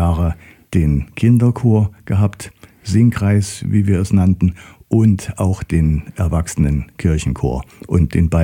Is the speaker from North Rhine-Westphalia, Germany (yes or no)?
no; Erfurt, Thuringia, Germany; Okay, also einen großen Teil meiner Kindheit und meiner Jugend habe ich in Erfurt verlebt. Mein Vater war Pfarrer an der Thomaskirche.